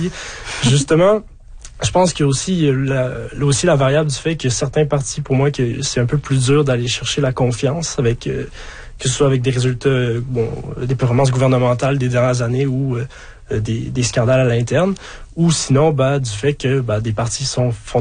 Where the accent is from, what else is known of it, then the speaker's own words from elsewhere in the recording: Quebec, Canada; moi je viens de la région de Québec, donc c'est une région qui est peut-être plus casée là